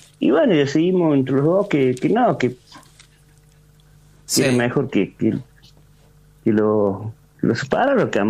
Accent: Córdoba, Argentina

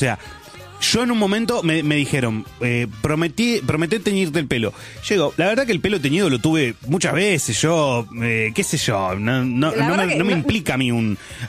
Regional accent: Argentina; porque yo soy argentino.

